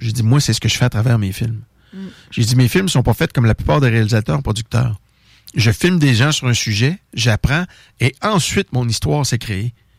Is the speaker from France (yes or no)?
no; Quebec, Canada; Je parle, I speak French-glish. Je suis québécois.